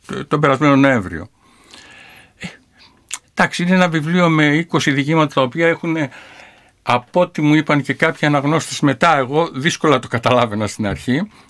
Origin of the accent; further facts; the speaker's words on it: Tavros, Attica, Greece; born there; από εκεί που γεννήθηκα, από τον Ταύρο, από την παραγωγητονιά του Ταύρου, που γεννήθηκα μέσα σε μια παράγκα